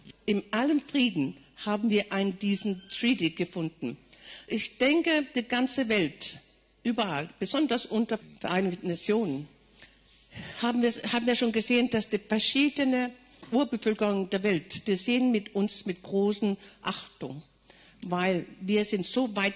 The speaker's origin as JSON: {"language": "German", "country": "Greenland", "first_language": "Greenlandic", "second_language": "German", "said": "Dänisch als meine zweite Sprache. Erste Sprache ist Grönländisch, das ist eine Inuit-Sprache. Das ist unsere erste Sprache, das ist auch die einzige offizielle Sprache Grönlands seit 2009."}